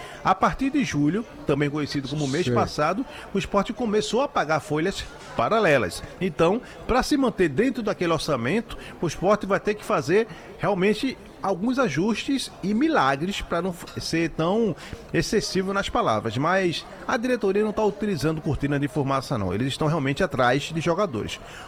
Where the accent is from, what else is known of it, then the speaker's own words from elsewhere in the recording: Candeias, Pernambuco, Brazil; É, sou lá de Candeias, Piedade, bem pertinho ali.